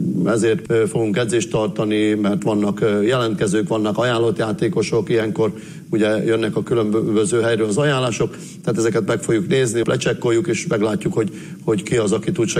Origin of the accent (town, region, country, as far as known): Borsod-Abaúj-Zemplén, Hungary; also born or lived in Hajdú-Bihar; now in Debrecen, Hungary